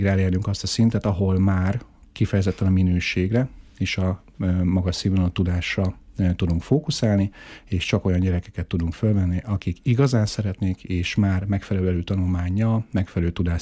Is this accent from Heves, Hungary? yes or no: no; Miskolc, Borsod-Abaúj-Zemplén, Hungary; úgyhogy ide jártam, itt éltem, itt nőttem föl. Nem csak középiskolai években